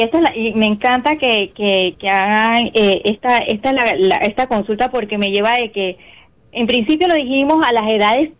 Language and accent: Spanish; Panama; Sí, yo soy de Panamá. Ese es mi país natal.